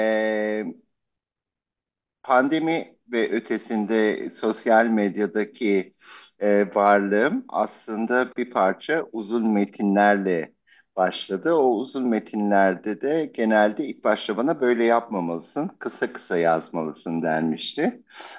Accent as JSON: {"language": "Turkish", "town": "Büyükada", "region": "Istanbul", "country": "Turkey", "tie": "born or raised there", "said": "çocukluğum Büyükada'da geçti sayfiyeci olarak."}